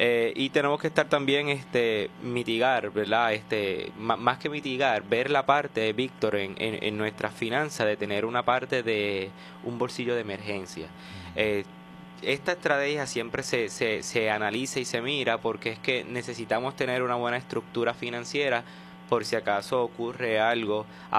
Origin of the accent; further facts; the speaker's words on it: Puerto Rico; nosotros como puertorriqueños